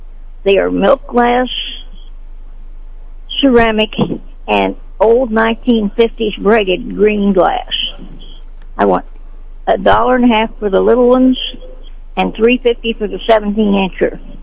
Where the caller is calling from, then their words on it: Sedalia, Missouri, United States; I'm calling from Sedalia.